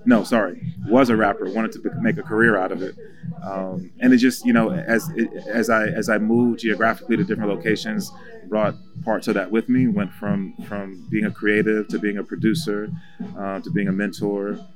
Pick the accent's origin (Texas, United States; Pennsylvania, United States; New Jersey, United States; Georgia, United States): New Jersey, United States; born there; You know, I was born in the Northeast. I was born in Jersey.